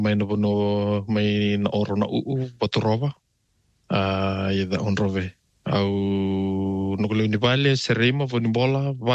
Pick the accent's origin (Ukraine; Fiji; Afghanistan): Fiji; Northern Division; English is a second language; now in New Zealand; I introduce myself in my dialect I'm originally from Fiji in the district of Ndongotui, in Maduata, that's in Vanua Levu, Fiji